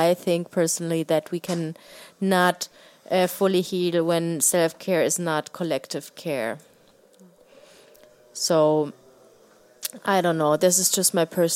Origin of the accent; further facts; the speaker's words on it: South Germany, Germany; I'm from Germany. I grew up in the south of Germany, more like a small town.